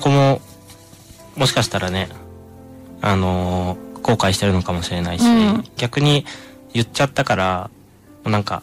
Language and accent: Japanese; Osaka, Japan; now in Tokyo, Japan; 僕大阪出身で、で東京に来て、